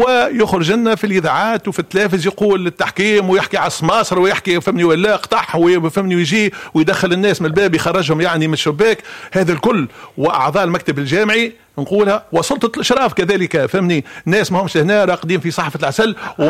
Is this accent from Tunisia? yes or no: yes; Tunisia; احنا في تونس كذلك نشتكي يعني من تعيينات